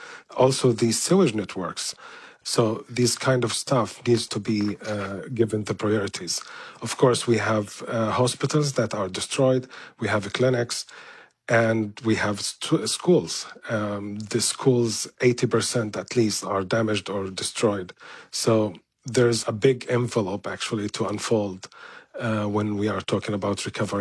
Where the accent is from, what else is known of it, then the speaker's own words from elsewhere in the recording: Gaza Strip, Palestine; English is a second language; moved away as an adult; I built a life there. I was born and raised and bred in the Gaza Strip all my life. I left 3 years ago, only after 2 months of the war.